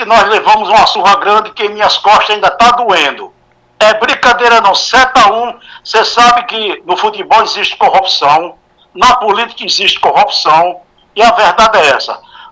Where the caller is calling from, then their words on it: Brazil; Eu sou brasileiro